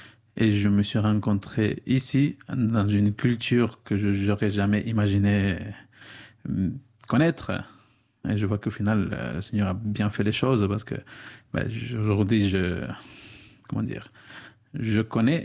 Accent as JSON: {"language": "French", "country": "Ecuador", "moved": "yes", "lives_now": "Bayonne, France", "said": "je viens de l'Équateur, j'ai 30 ans. Bon, je viens d'une famille de 9 enfants, moi je suis le septième, alors entre le petit. Et voilà, je suis à Bayonne depuis 9 ans."}